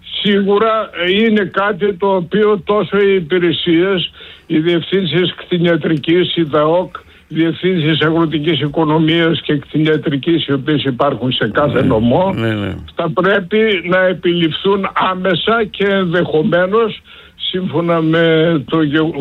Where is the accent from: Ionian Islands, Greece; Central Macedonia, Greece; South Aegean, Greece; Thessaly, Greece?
Thessaly, Greece; Palamas; από Παλαμά της Καρδίτσας.